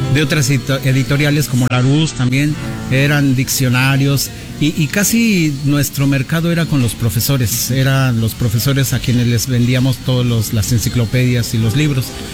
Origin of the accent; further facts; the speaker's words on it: Nezahualcóyotl, State of Mexico, Mexico; moved away as an adult; now in San Bartolo Tutotepec, Mexico; Yo soy del Estado de México, de Ciudad Nezahualcóyotl. Yo llegué aquí a San Bartolo en 1990. Aquí llegué soltero.